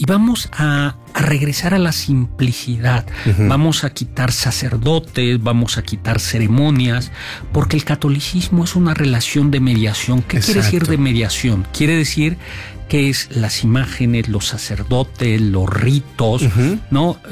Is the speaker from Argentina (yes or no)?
no; Mexico